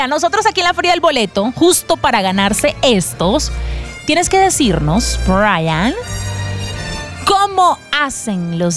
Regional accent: Colombia; now in Mexico City, Mexico; Arriba Colombia, arriba mi tierra

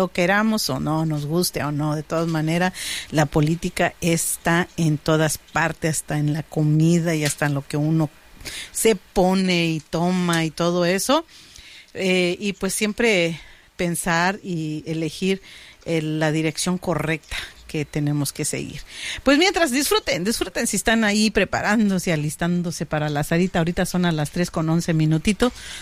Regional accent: Mixteca, Mexico; nuestra región mixteca

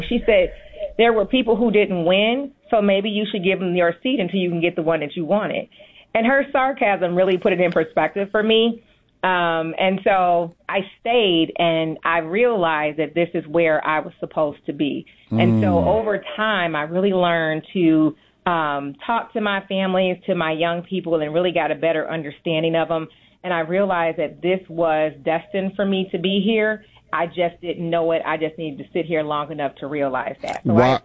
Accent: Cleveland, Ohio, United States; I'm from Cleveland, Ohio.

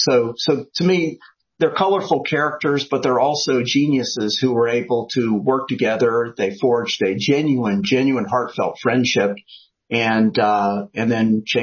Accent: New Jersey, United States; also born or lived in Philippines / Ohio / Alabama; Growing up, I'm kind of a mutt. My father was in the Air Force, and so we grew up near air bases, mostly New Jersey, the Philippines, Ohio, and Alabama.

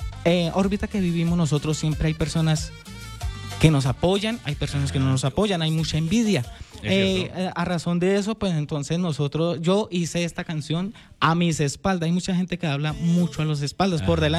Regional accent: Ibagué, Tolima, Colombia; yo soy de acá, de la ciudad de Ibagué, netamente ibaguereño, orgullosamente ibaguereño, de la ciudad musical.

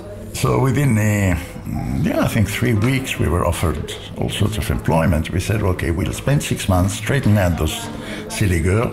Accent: Cairo, Cairo Governorate, Egypt; also born or lived in Germany; now in Australia; I was born in Cairo, Egypt, last century. I migrated to Australia in the late 60s. I came here with my family, father, mother, younger brother.

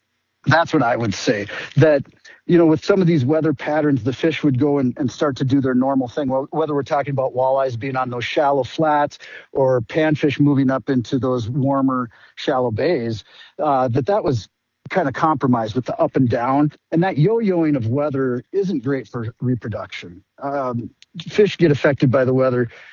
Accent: Nevis, Minnesota, United States; I grew up on Lake Beltane in Nevis, and I remember having to let out line on the shoreline to go back to sit on this kind of rock wall.

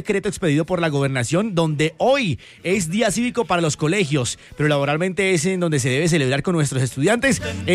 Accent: Boyacá, Colombia; No es que sea el boyaco, no señores, somos boyacenses.

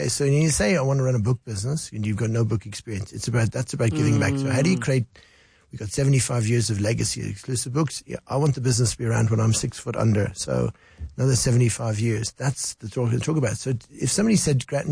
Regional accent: South Africa; So South Africa is home. It's home for me and my family. And it's been very good to me. And I'm absolutely a South African bear.

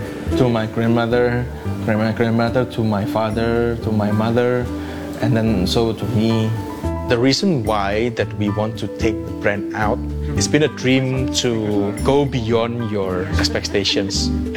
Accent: Surabaya, East Java, Indonesia; This is one of the mall in Surabaya, my hometown.

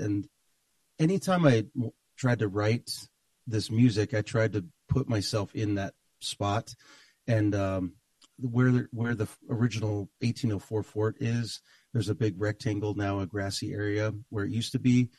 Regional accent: Sitka, Alaska, United States; I am from Sitka, and I've been at these historical places almost my whole life.

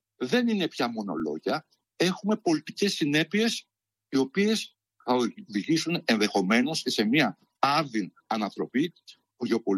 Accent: Greece

